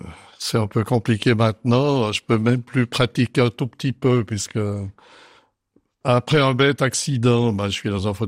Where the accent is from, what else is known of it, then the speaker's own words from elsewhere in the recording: Saint-Saphorin, Vaud, Switzerland; born there; Alors moi, je suis né au Burignon, donc mon père était vigneron pour la commune de Lausanne, au domaine du Burignon.